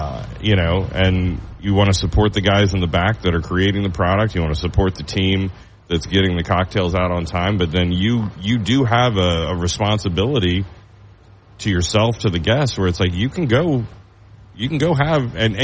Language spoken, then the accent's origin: English; Oklahoma, United States; You know, I'm a redneck from Oklahoma. Like, I don't know wine.